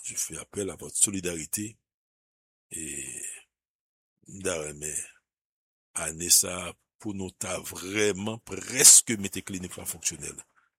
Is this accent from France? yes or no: no; Haiti; En tant qu'haïtien, nous pas capables de supporter Argentine.